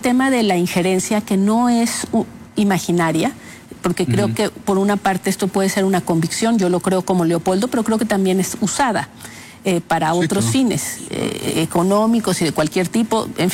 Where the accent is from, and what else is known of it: Mexico